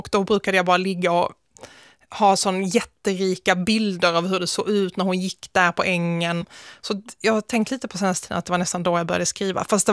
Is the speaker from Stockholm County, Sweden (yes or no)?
no; Malmö, Skåne, Sweden; also born or lived in Nötersjö; Jag växte upp i en miljö som, alltså till naturen, liknar Solgårda utanför Svedala, som heter Nötersjö, en liten by. Och sen så flyttade jag in till Malmö när jag var 5 år gammal ungefär.